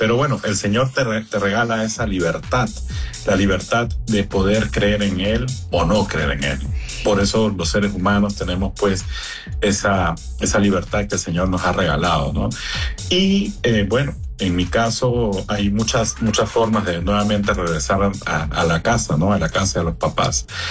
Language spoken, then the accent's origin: Spanish; Peru; moved away as an adult; now in Panama; Soy peruano, pero vivo en Panamá hace 25 años